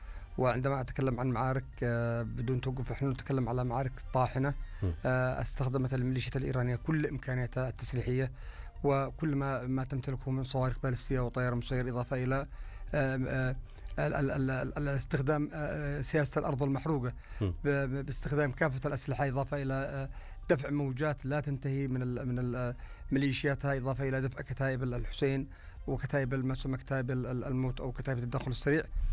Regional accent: Yemen; نحن كيمنيين

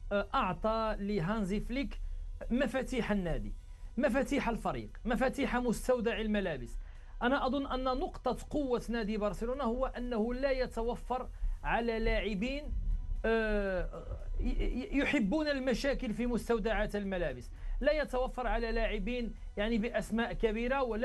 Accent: Morocco; now in Barcelona, Spain; مغربي عادي.

